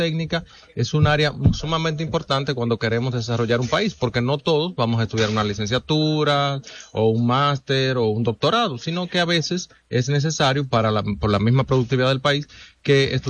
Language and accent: Spanish; Jarabacoa, La Vega, Dominican Republic; Yo nací en un campo, en Boma, Jarabacoa